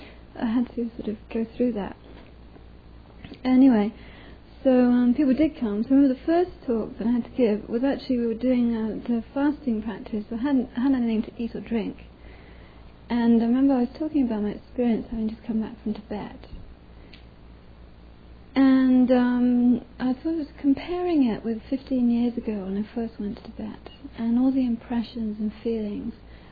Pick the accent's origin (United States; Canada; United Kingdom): United Kingdom; England; And it's like when we grew up in England, we hear all these words, you know, Chicago, Arkansas, California, and it's like, oh, America.